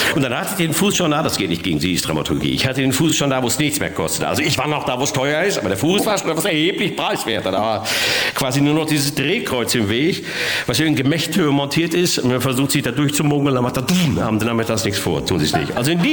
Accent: Bochum, North Rhine-Westphalia, Germany; Ich komme aus Bochum und Bochum ist im Prinzip nichts anderes als Toys R Us mit Rand.

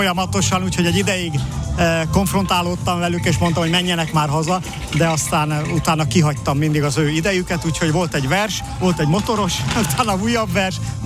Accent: Sopron, Győr-Moson-Sopron, Hungary; Én imádom Sopron, soproni vagyok, tehát én jöttem a szüleimhez

